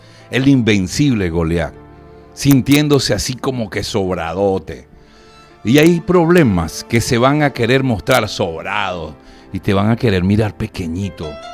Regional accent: Venezuela; los venezolanos tenemos que avanzar

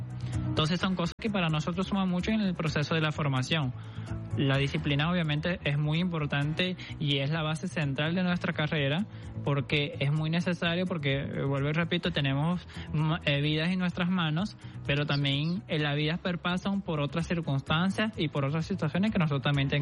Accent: Brazil; Spanish is a second language; now in Venezuela; No soy venezolano. ¿De dónde eres? Soy de Brasil.

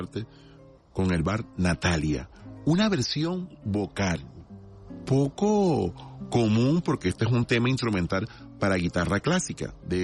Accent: Venezuela; Como lo he dicho en otros programas, somos hijos de libertadores, somos hijos de héroes, porque somos hijos de Bolívar, de Sucre, de Miranda, de Páez.

